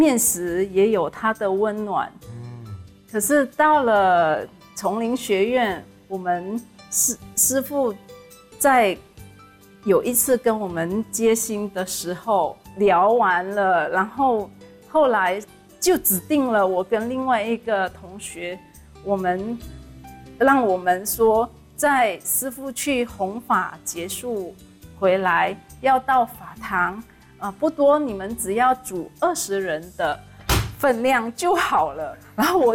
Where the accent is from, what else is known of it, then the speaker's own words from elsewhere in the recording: Malaysia; moved away; 我是来自马来西亚，马来西亚大家都知道是很热的天气。